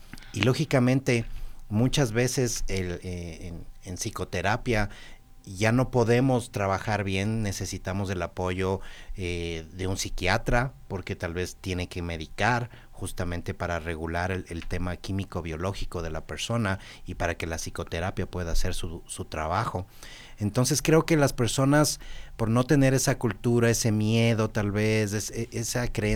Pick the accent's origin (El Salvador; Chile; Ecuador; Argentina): Ecuador; culturas como la nuestra, como la ecuatoriana